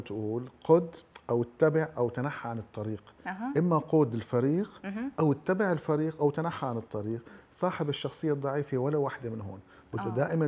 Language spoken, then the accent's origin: Arabic; Syria; هلا أنا بشوف نحن كسوريين تحديدا بحاجة لكل لحظة فرح.